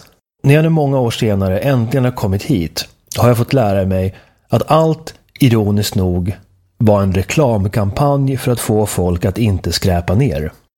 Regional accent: Sweden; moved away as an adult; now in Texas, United States; Under åren hemma i Sverige

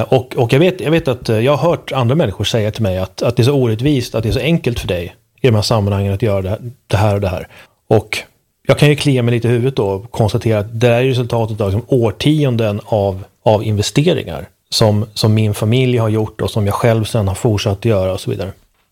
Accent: Sweden; jag är uppvuxen i, liksom i Sverige, en väldigt svensk kontext.

